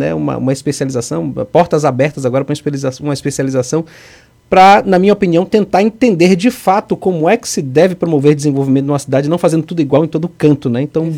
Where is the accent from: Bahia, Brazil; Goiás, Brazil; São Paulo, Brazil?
Bahia, Brazil; Salvador; eu fui criado em Cajazeiras, né? E acredito conhecer bastante Salvador e região metropolitana.